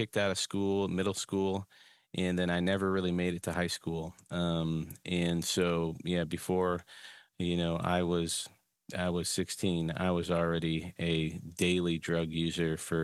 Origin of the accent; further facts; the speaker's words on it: Illinois, United States; I grew up in the Chicago suburbs